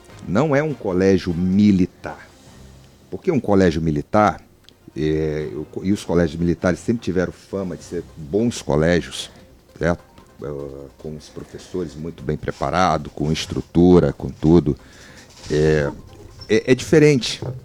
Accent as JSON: {"language": "Portuguese", "region": "Rio de Janeiro", "country": "Brazil", "tie": "born or raised there", "also_born_or_lived": "Teresina, Piauí", "said": "do Nordeste, viemos para o Rio de Janeiro. Meu pai queria que eu estudasse no Rio, me formasse aqui no Rio, porque o ensino era melhor aqui no Rio de Janeiro. Fui criado no bairro da Penha, Circular"}